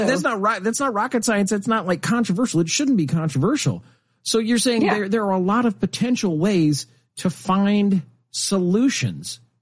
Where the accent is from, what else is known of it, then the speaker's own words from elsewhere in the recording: Nebraska, United States; now in Washington, United States; I'm originally from Nebraska. I live in the DC area now.